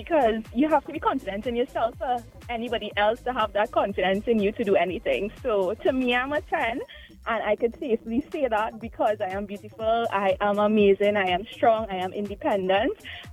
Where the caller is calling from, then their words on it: Freeport, Grand Bahama, Bahamas; Central, Freeport.